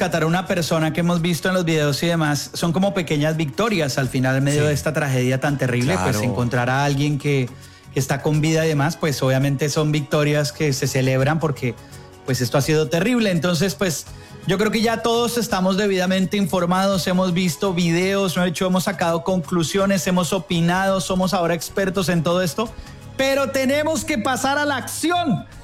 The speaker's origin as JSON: {"language": "Spanish", "country": "Colombia", "said": "Es parte también un poco de lo que nos corresponde también como ciudadanos y como colombianos por el mundo."}